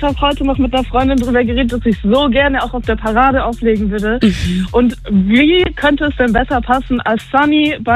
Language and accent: German; Baden-Württemberg, Germany; moved away as an adult; now in Zurich, Switzerland; Tatsächlich komme ich eigentlich aus der Region Stuttgart, aber ich wohne jetzt seit circa 2 Jahren in Zürich.